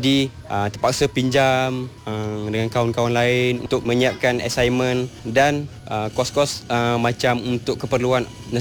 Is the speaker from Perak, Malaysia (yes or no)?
yes; Pengkalan Hulu, Perak, Malaysia; also born or lived in Kampung Chang / Kuala Lipis / Kelantan; now in Bidor, Malaysia; Ayah saya kampung Chang dan emak saya di Kampar Perak. Saya membesar di Kamp PJA Pengalaman Hulu Perak. Bersekolah di SK Ekro dan sekolah menengah di SMK Pengalaman Hulu.